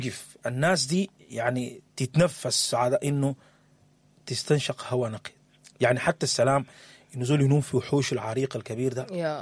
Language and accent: Arabic; Sudan; يبري أرضنا السودان